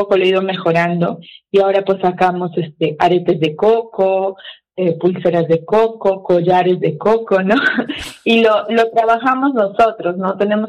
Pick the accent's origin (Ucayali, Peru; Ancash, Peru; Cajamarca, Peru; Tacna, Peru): Ucayali, Peru; now in San Martín, Peru; yo me crié en Ucayali, pero ya vivo más de 22 años en San Martín.